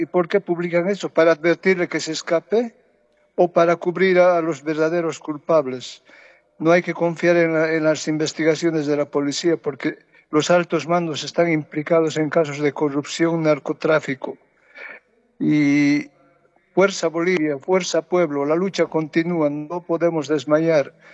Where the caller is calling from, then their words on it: Sweden; estoy llamando desde Suecia. Buenos días, buenas tardes desde Suecia.